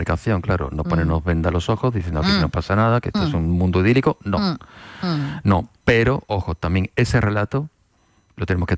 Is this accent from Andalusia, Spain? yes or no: yes; Seville, Andalusia, Spain; now in Algeciras, Spain; soy de Sevilla y gran parte de mi familia está en Sevilla, ¿no?